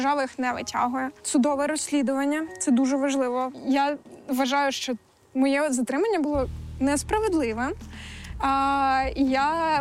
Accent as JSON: {"language": "Ukrainian", "region": "Crimea", "country": "Ukraine", "tie": "born or raised there", "said": "мого рідного Криму"}